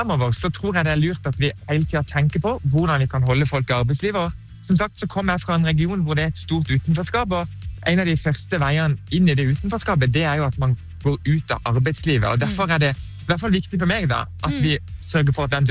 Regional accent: Southern Norway, Norway; Jeg er selv sørlending og kommer fra en av de landsdelene hvor det gis mest sykemelding.

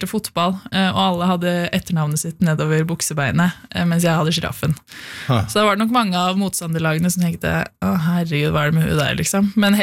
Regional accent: Lillehammer, Innlandet, Norway; born there; also born or lived in Ås, Norway; Jeg er opprinnelig fra Ås, men jeg har også bodd veldig mange år på Lillehammer.

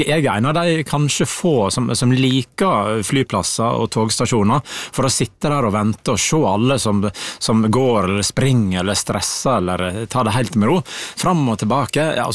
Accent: Naustdal, Vestland, Norway; Jeg kommer fra Naustdal, så nå har blitt en del av Sunnfjord kommune

